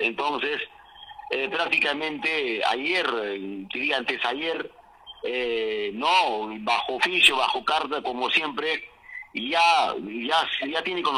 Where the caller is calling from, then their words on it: Chumbivilcas, Cusco, Peru